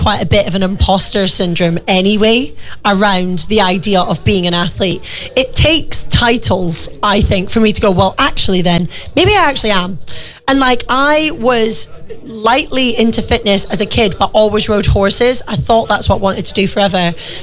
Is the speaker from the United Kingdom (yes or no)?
yes; Scotland, United Kingdom; I'm from Scotland, so I see rain quite a lot.